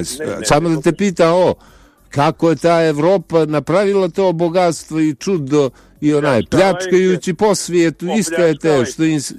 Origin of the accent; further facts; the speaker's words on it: Montenegro; Evo, mi smo nacionalni Crnogorci u svojoj rođenoj zemlji ugroženi.